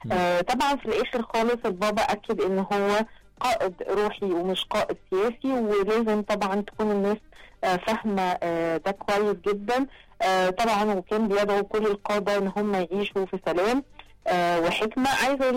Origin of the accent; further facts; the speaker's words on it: Egypt; احنا كمصريين